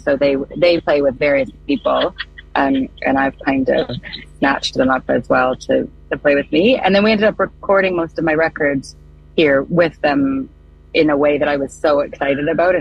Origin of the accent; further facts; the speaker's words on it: Wingham, Ontario, Canada; moved away as an adult; also born or lived in Toronto, Canada; now in London, United Kingdom; From a very small town called Wingham, which is in southwestern Ontario. And then I spent a lot of years in Toronto until recently. I just packed up and moved over here about 3 months ago.